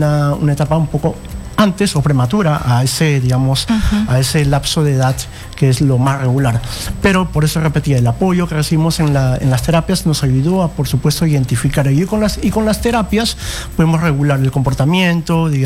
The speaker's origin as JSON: {"language": "Spanish", "country": "Peru"}